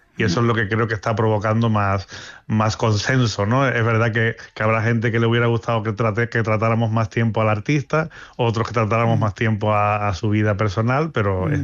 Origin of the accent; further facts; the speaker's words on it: Cádiz, Andalusia, Spain; también que soy de Cádiz, o sea, que hay una empatía muy muy, muy clara, ¿no?